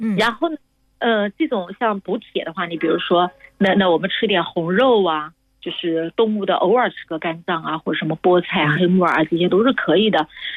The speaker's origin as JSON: {"language": "Chinese", "country": "China", "said": "我们就是中国的这种女性"}